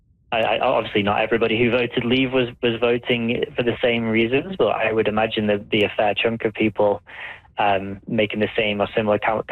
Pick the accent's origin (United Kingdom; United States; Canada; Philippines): United Kingdom; moved away as an adult